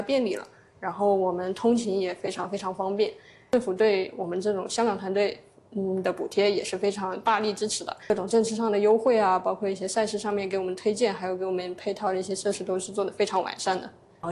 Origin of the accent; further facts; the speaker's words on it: Shenzhen, Guangdong, China; 我是深圳人，在深圳长大，香港大学毕业之后又回到深圳工作了。